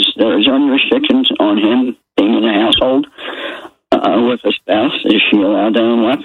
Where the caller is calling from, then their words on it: Tampa, Florida, United States; I'm calling from North Tampa.